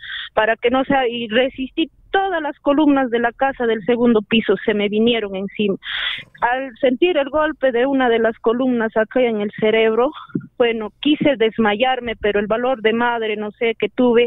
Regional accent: Chongos Bajo, Junín, Peru; born there; soy de acá de Pumpunya, nacida aquí también.

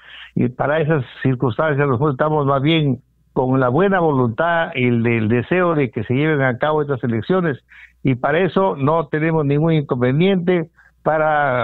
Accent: Peru; aquí hay que ser creativos como peruanos

